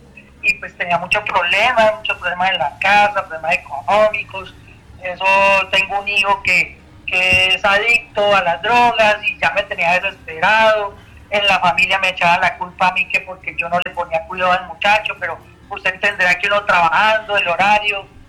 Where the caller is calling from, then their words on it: Medellín, Antioquia, Colombia; Llamando acá de Manrique.